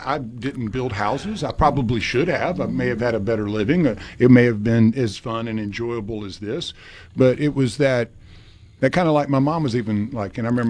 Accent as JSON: {"language": "English", "town": "Jackson", "country": "United States", "tie": "born or raised there", "said": "I have a friend that I grew up with here in the Jackson area"}